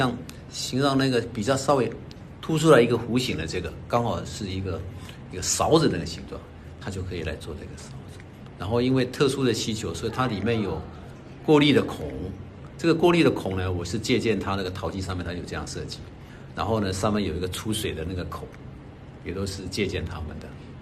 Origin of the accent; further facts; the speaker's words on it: China; 作为一个中国人，我觉得中华文化深根在我的骨髓里头